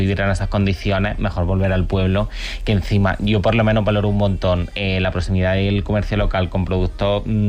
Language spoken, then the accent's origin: Spanish; Albox, Andalusia, Spain; El mío es Albox, bueno, allí decimos Albo porque somos somos de Almería, pero realmente es Albox y eso, y un pueblo estupendo, la verdad, un uh-huh, pueblo